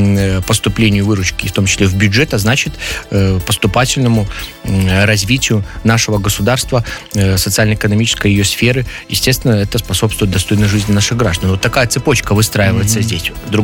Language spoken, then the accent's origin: Russian; Belarus